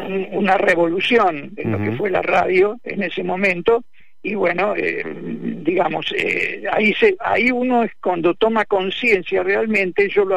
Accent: Buenos Aires, Argentina; moved away as an adult; yo estaba en Buenos Aires, porque yo soy oriundo de Buenos Aires.

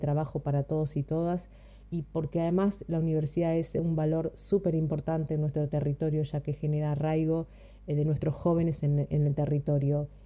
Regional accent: Argentina

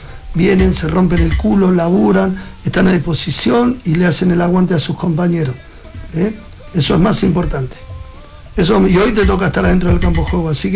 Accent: Argentina

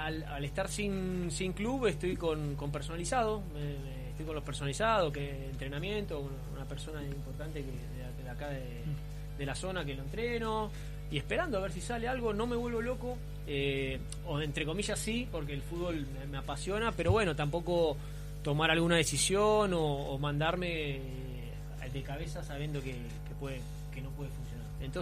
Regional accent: Lanús, Buenos Aires Province, Argentina; me crié, me formé y nací en Lanús.

